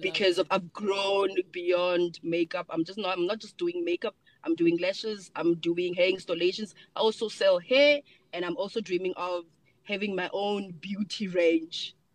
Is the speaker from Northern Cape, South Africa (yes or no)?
yes; Kuruman, Northern Cape, South Africa; I'm a 27-year-old based in Guruman, born and bred in Guruman.